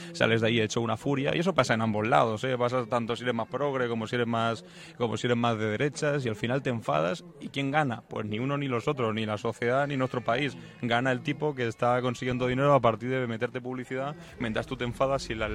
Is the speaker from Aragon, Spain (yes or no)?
yes; Teruel, Aragon, Spain; Yo que soy de Teruel, además.